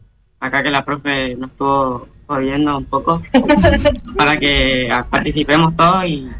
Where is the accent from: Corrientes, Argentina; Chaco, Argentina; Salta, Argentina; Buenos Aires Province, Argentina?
Chaco, Argentina; soy de San Peña Chaco y del colegio E59, Centenario.